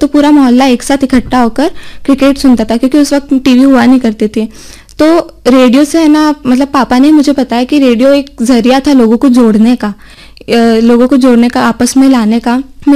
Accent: Mount Abu, Rajasthan, India; moved away as an adult; now in Udaipur, India; मैं मोहनलाल सुखाड़िया से visual department की स्टूडेंट हूँ। मैं माउंट आबू की रहने वाली हूँ, मैंने स्कूलिंग भी केंद्रीय विद्यालय माउंट आबू से करा है।

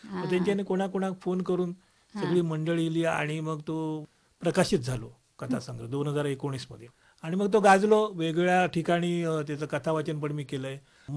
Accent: Nadan, Maharashtra, India; माझा गाव देवगड, नाडण वीरवाडी, नाडण ह्या गाव आणि वीरवाडी म्हणजे एक छोटीशी वाडी.

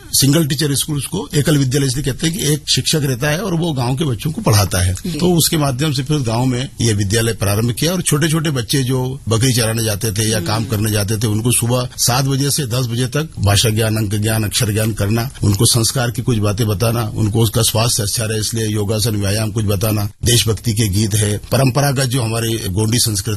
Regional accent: a small village in Rajgarh district, Madhya Pradesh, India; born there; now in Betul district, India; मैं एक ग्रामीण क्षेत्र का निवासी हूँ। मेरे जन्म जो है वो राजगढ़ जिले के छोटे से गांव में हुआ है

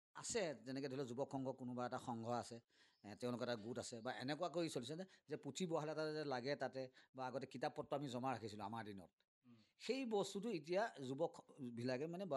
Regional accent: Kamgaon, Assam, India; মোৰ ঘৰ ৰহা কামগাঁও।

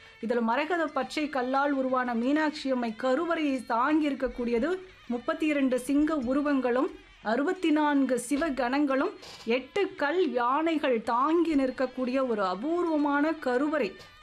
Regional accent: Madurai, Tamil Nadu, India; நம் பாட்டன் அப்படி பிறந்த மண்ணில் நம்ம பிறந்து வளர்ந்தோம்

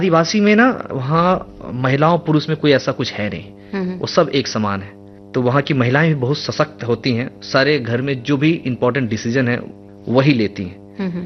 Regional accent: Bihar, India; accent: Bajjika; first language Bajjika; Hindi is a second language; और बज्जिका मेरी मातृभाषा है। मेरी दादी, मेरे दादा, मेरे घर में आज भी जब अगर आपके सामने मेरा फोन आ जाए तो मैं अपनी माता जी से, पिताजी से बज्जिका में ही बात करूंगा।

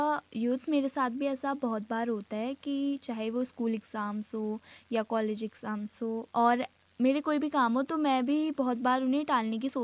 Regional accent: Almora, Uttarakhand, India; और मैं यही अल्मोड़ा की मूल निवासी हूँ।

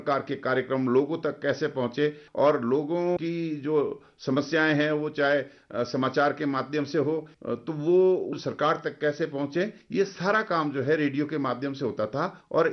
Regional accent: Sirmaur district, Himachal Pradesh, India; मैं सिरमौर जिला के बहुत ही जिसको गिरिपार का क्षेत्र कहते हैं पिछड़ा इलाका है, संगढ़ा विकास खंड में एक गाँव पड़ता है अरट, वहाँ का निवासी हूँ।

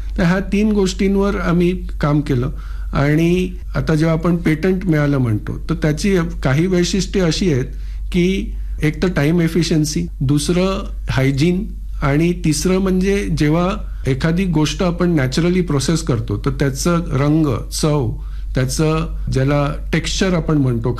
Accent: Maharashtra, India; आमचं गाव मुंबईपासून जवळ असल्याने नेहमी आम्ही गावाशी आणि शेतीशी जुळून राहिलो

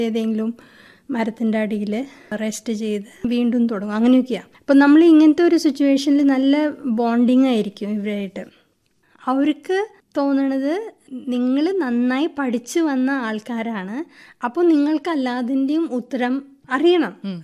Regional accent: Gujarat, India; ഞാൻ ജനിച്ച് വളർന്നത് ഗുജറാത്തിലാണ്.

